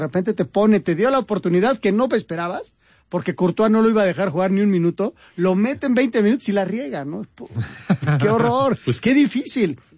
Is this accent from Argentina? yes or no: no; Mexico; Mi familia es de allá. Yo soy mexicano y me hubiera gustado más que hubiera ganado México.